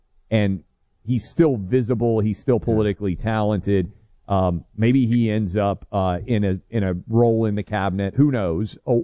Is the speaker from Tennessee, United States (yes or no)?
yes; Tennessee, United States; my home state of Tennessee